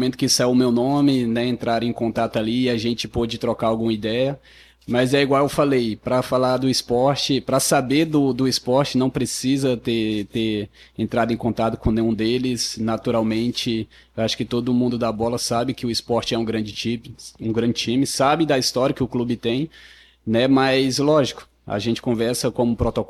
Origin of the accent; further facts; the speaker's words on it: Sobral, Ceará, Brazil; also born or lived in Rio de Janeiro; É que eu fui criado em Sobral, nasci no Rio de Janeiro, mas fui criado em Sobral.